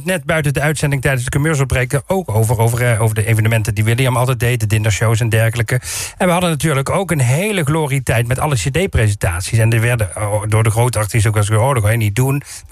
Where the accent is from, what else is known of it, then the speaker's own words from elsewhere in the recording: Weert, Limburg, Netherlands; ik kom uit Weert, het mooie Weert...